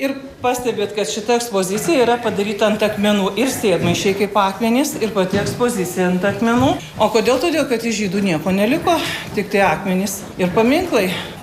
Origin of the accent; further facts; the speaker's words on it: Kėdainiai, Kaunas County, Lithuania; Ich bin Kėdainer, aš esu kėdainietis.